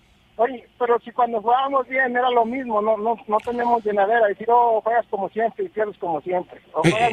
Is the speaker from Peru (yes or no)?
no; Mexico; Pero eso es orgullo para uno como mexicano